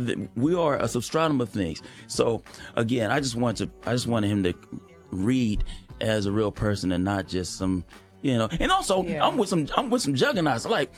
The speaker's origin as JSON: {"language": "English", "town": "Los Angeles", "region": "California", "country": "United States", "tie": "born or raised there", "said": "LA. I'm from South Central LA."}